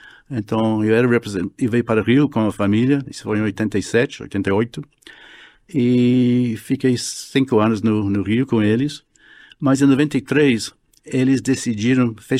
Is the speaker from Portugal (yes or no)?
no; Newcastle, North East England, United Kingdom; born there; Portuguese is a second language; moved away as an adult; also born or lived in Paris; Bom, como você falou, eu nasci em Newcastle, norte da Inglaterra.